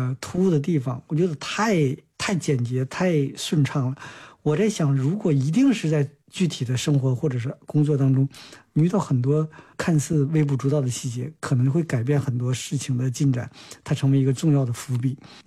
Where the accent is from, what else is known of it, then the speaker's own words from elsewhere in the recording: Northeast China, China; accent: Northeastern (Dongbei); moved away; 我上学或者是工作，跟很多东北人一样，就极力的逃脱于我的家乡东北，到希望一个更加能够体现自己价值的地方去。